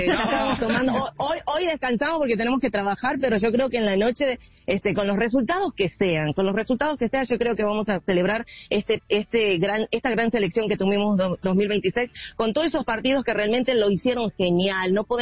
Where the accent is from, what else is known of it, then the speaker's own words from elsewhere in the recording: Argentina; somos familia, somos argentinos